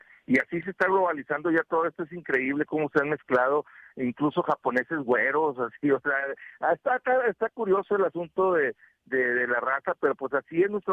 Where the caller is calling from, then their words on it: Mexico; Somos mexicanos